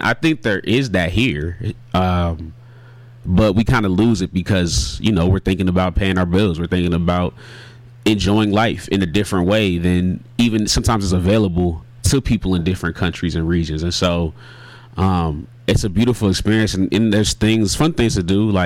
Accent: United States; me being Black American as well as Ghanaian, I grew up here. I grew up in America. I grew up a black man, like, and I claim that proudly.

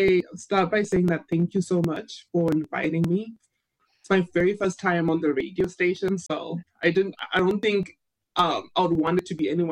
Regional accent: Zimbabwe; moved away as an adult; now in United States; I was my second year in the US. I'm from Zimbabwe. So I'm a college student in a foreign land.

